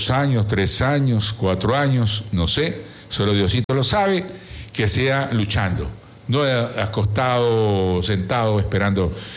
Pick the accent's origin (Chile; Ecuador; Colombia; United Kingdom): Ecuador; Quevedo, Los Ríos; yo sí creo que tengo un compromiso con mi tierra.